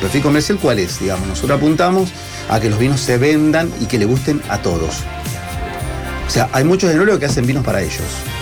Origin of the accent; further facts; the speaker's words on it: Bouquet, Santa Fe, Argentina; moved away as an adult; now in Rosario, Argentina; yo digo siempre que soy de Bouquet, pero vivo en Rosario. Y hace 30 años que vivo acá en Rosario, ¿no? Y cada vez que voy a algún lado siempre nombro el pueblo, ¿no?